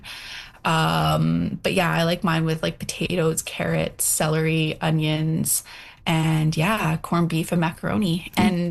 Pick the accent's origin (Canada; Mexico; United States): Canada; British Columbia; now in Victoria, Canada; I am a Nisga, and I'm from the Gannett, Frog, and Raven clan. I'm currently a visitor on the traditional territories of the Gwangwin and Wissanich peoples here in Victoria, BC.